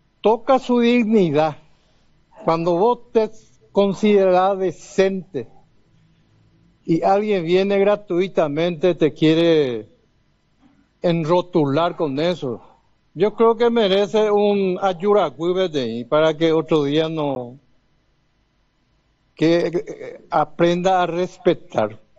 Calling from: Amambay, Paraguay

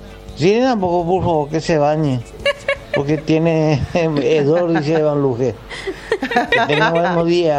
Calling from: Capiatá, Central, Paraguay; Saludos de Capiatá siempre.

